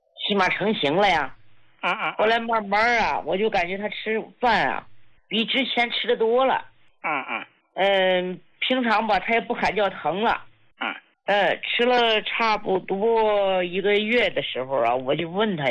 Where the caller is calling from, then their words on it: China; 我是来自山东大同的听众。